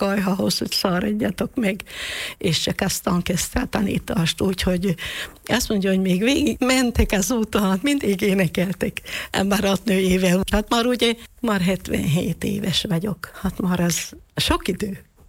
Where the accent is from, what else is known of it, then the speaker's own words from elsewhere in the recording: Felsőlánc, Košice Region, Slovakia; Szesztáról, Felsőláncról jöttem ide férhez.